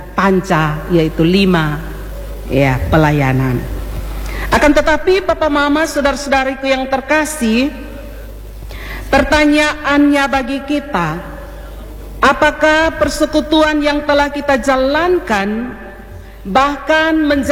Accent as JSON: {"language": "Indonesian", "town": "Kupang", "region": "East Nusa Tenggara", "country": "Indonesia", "tie": "born there", "said": "orang Sabu yang lahir di Kupang. Tapi bersyukur Tuhan kasih kesempatan belajar bahasa Sabu, jadi bisa-bisa sedikit juga."}